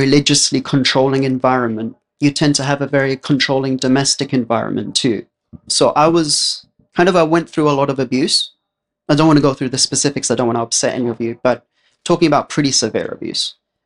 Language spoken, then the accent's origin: English; London, United Kingdom; I grew up in East London. So very economically deprived area. A lot of people from immigrant backgrounds.